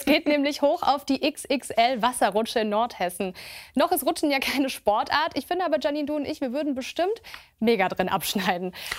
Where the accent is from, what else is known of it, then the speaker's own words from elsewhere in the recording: Sicily, Italy; In meiner Heimat Sizilien, da sind bereits zehntausende Hektar Land verbrannt.